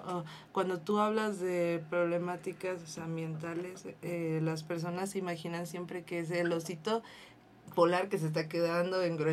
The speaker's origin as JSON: {"language": "Spanish", "town": "Acapulco", "region": "Guerrero", "country": "Mexico", "said": "vengo de Acapulco, Guerrero."}